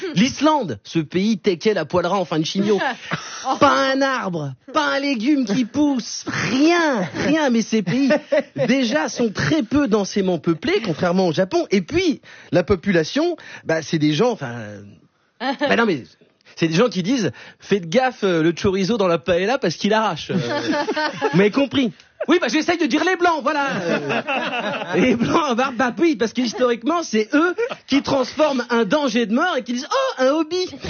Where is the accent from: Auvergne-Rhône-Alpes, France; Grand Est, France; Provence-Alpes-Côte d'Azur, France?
Auvergne-Rhône-Alpes, France; Vaulx-en-Velin; born there; moi je suis né à Vaux-en-Velin, l'escape game il a commencé à ma naissance, j'y suis encore.